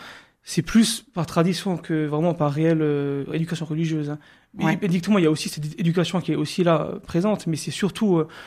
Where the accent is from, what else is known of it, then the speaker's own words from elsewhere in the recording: Sarreguemines, Grand Est, France; Je suis né là-bas, j'ai grandi là-bas. Moi, j'habite à Styrin maintenant, depuis 3 ans, mais je suis originaire de Sarreguemines, je connais toute la région de là-bas.